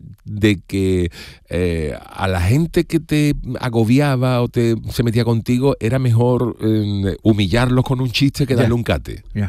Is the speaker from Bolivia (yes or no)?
no; Cádiz, Andalusia, Spain; born there; Pero yo nací en Cádiz, o sea, yo de nacimiento soy gadita.